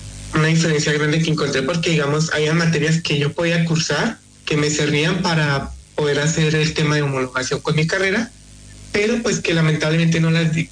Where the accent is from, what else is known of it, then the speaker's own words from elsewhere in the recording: Sogamoso, Boyacá, Colombia; now in Concordia, Argentina; Yo vengo de, como su madre ya lo mencionó, del país de Colombia, más específicamente del departamento de Boyacá, de la ciudad de Sogamoso.